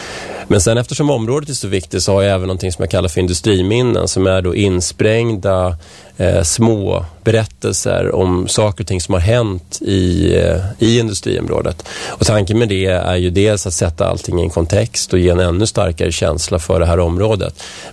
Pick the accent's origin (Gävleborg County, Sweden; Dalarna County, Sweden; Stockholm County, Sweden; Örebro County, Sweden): Stockholm County, Sweden; Vällingby; also born or lived in Strängnäs; now in Nacka, Sweden